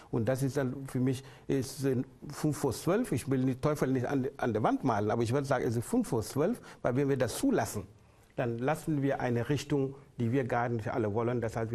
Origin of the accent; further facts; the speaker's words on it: Halle, Saxony-Anhalt, Germany; Deshalb als Sachsen-Anhaltiner, als Hallenser sage ich einfach, es ist nicht egal.